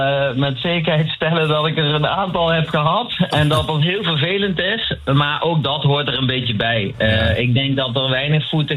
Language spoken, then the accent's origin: Dutch; Wijchen, Gelderland, Netherlands; born there; moved away; Ja, dat is mijn geboortedorp.